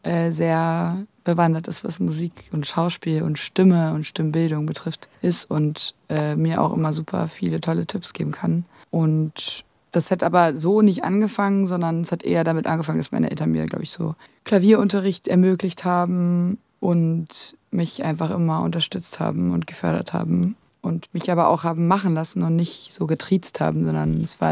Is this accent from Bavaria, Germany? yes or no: no; Berlin, Germany; moved away as an adult; also born or lived in Marburg; now in Rostock, Germany; Also ich bin in Berlin-Wilmersdorf aufgewachsen, im gut behüteten, mit meiner großen Schwester und meinen Eltern.